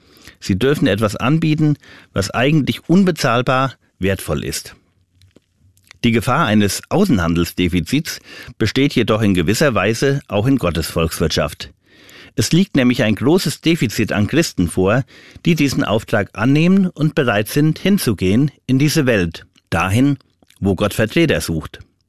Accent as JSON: {"language": "German", "country": "Germany", "said": "Damit werde ich dem Ruf als Deutscher wohl gerecht."}